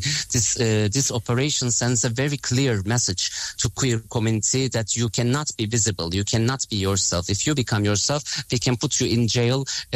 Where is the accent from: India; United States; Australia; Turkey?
Turkey; It saved my life, actually. When I was a kid, I felt really lonely.